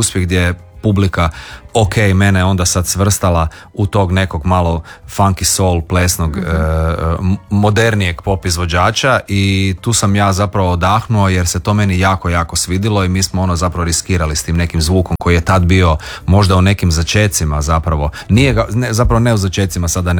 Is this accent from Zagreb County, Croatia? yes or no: yes; Zaprešić, Zagreb County, Croatia; snimljen u mom rodnom kraju, u Zaprešićkom kraju, baš ono u Zaprešiću